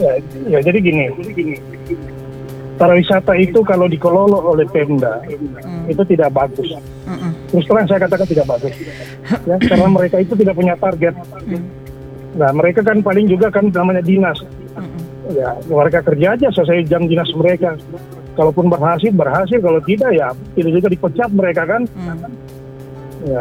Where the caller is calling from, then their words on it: Donggala, Central Sulawesi, Indonesia; saya orang Donggala